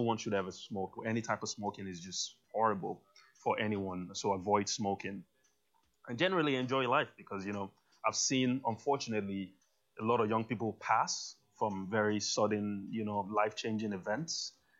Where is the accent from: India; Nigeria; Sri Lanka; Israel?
Nigeria; born there; moved away; also born or lived in United States